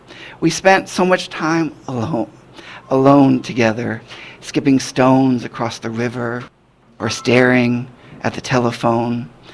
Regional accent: Cleveland, Ohio, United States; Cleveland, my hometown. Chadbourne, the street I grew up on.

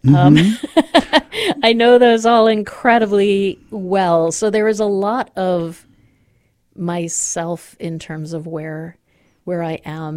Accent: Atlantic City, New Jersey, United States; born there; But I was born in Atlantic City and spent my summers down there with relatives, and still have relatives there, and I know these channels.

